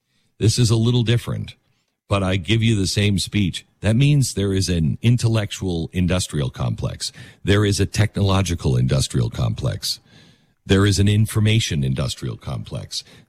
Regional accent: Seattle, Washington, United States; born or raised there

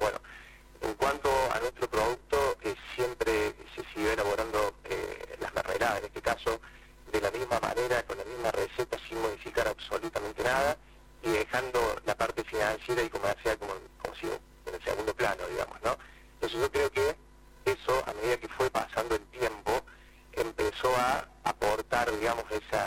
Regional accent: Córdoba, Argentina; Nosotros somos de Alta Córdoba. Salimos estando donde nacimos, sí. Así bueno, desde acá no nos hemos movido, digamos.

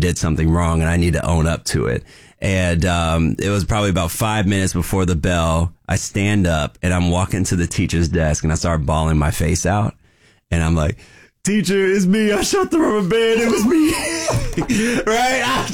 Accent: Vancouver, Washington, United States; I grew up in Vancouver, Washington.

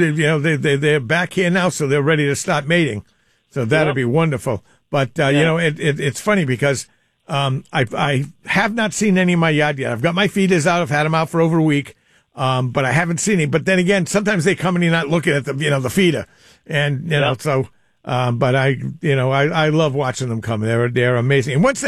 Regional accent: East Providence, Rhode Island, United States; here in my hometown of East Providence, they're building a lot of apartment buildings.

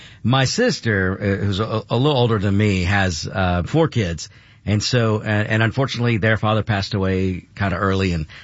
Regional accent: Atlanta, Georgia, United States; I grew up in Atlanta and my parents still live in the Tucker area.

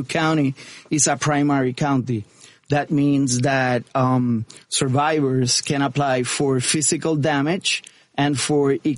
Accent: Puerto Rico; also born or lived in United States; Well, I was born in Puerto Rico and born and raised, went to school here in the States and returned to the island.

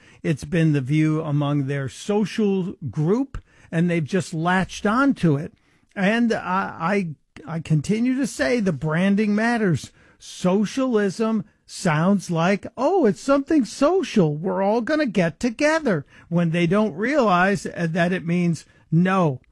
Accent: Chicago, Illinois, United States; Bishop Sheen, as a kid growing up in Chicago, Bishop Sheen and the black and white TV show was a part of our life.

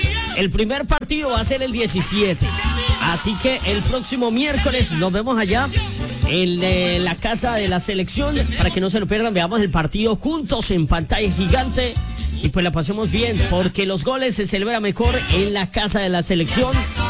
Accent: Colombia; Yo soy colombiano.

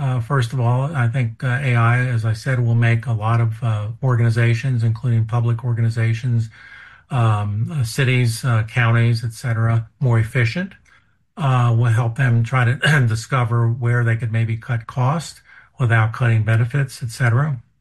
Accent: Cincinnati, Ohio, United States; now in North Carolina, United States; I'm from Cincinnati, so I'm a baseball fan. Grew up with the Reds.

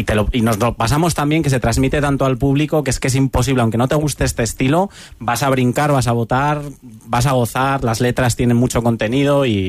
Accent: La Rioja, Spain; es que yo soy de La Rioja, entonces bueno, hay que dejarlo claro, ¿eh?

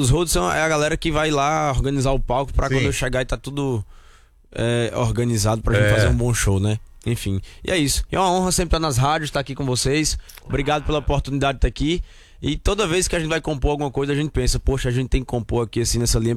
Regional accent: Petrolina, Pernambuco, Brazil; Eu jamais vou negar minhas raízes de onde eu venho, sou do Nordeste

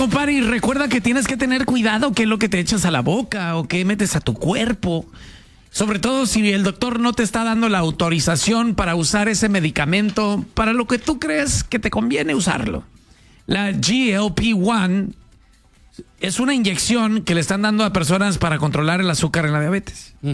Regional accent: Mexico

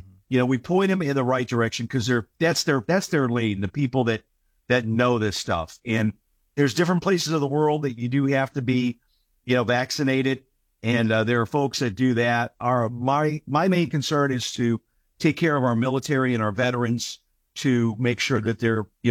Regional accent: Chicago, Illinois, United States; Oh my gosh, I'm from Chicago. So I'd love to go back to Chicago and go to a couple Cubs games and eat some great pizza.

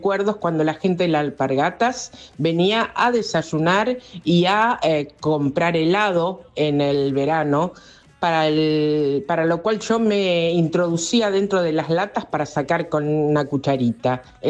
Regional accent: Buenos Aires, Argentina; Yo me crié en un bar lácteo, La Flor de Patricios, en Patricios casi esquina Suárez. Mi abuelo lo compró en 1940 cuando vino a la Argentina

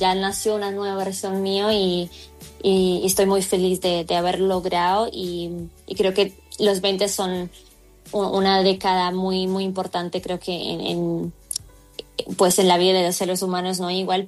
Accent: Colombia; also born or lived in Germany; yo soy colomba alemana, mi papá es colombiano, mi mamá alemana

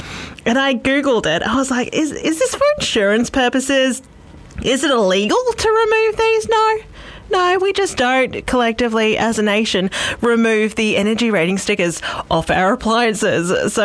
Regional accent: Australia; As an Australian

